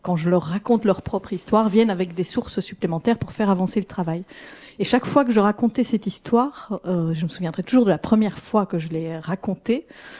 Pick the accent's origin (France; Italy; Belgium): Belgium; Et moi, je savais pas du tout ce qui se passait à Bure en tant que Belge.